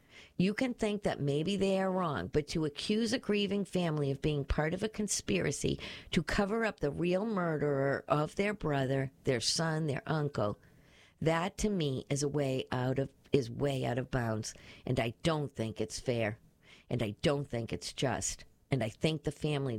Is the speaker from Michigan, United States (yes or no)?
no; Brockton, Massachusetts, United States; I grew up in Brockton. I always, everywhere I go, I'm proud of being from Brockton, and I wouldn't be where I am today without having grown up in Brockton the way that I did.